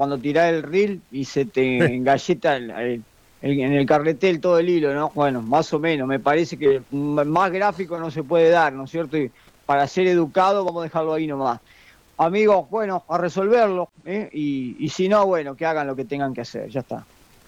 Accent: Argentina; Nosotros somos argentinos, albiceleste, de corazón

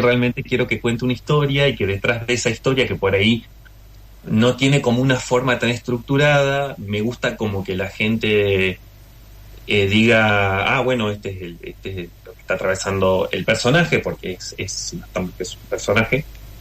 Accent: Paraná, Entre Ríos, Argentina; soy el único de Paraná que se enteró

